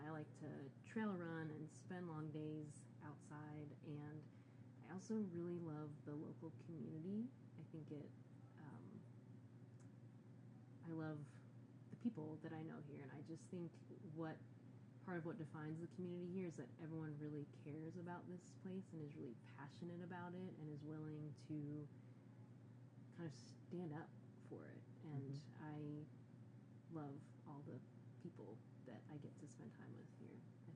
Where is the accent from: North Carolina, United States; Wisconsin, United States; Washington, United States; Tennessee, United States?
Tennessee, United States; moved away as an adult; now in Moab, United States; because I grew up in Tennessee. I grew up in East Tennessee, kind of near the Smoky Mountains and the foothills of the Smoky Mountains, where it's very green and very lush, and it's a temperate rainforest